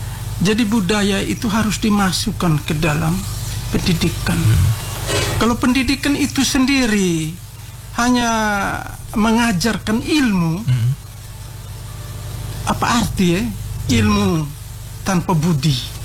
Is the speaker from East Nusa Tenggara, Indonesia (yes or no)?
yes; East Nusa Tenggara, Indonesia; kita mempunyai jati diri kita sebagai orang Indelio.